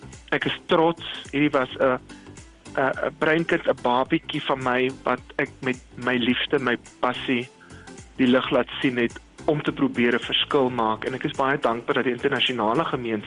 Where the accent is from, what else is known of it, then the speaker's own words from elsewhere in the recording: Namibia; En ek is baie trots op dit wat ons as Namibië vermag het.